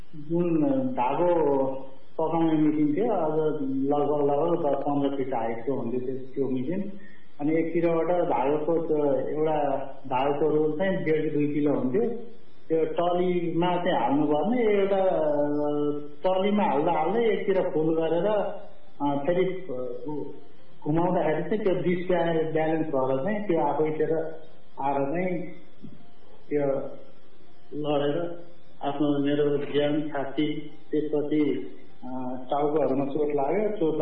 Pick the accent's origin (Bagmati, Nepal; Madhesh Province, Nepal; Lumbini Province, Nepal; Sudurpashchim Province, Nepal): Lumbini Province, Nepal; born there; मेरो जन्म यही रूपन्देहीमा भएको हो, 2032 सालमा।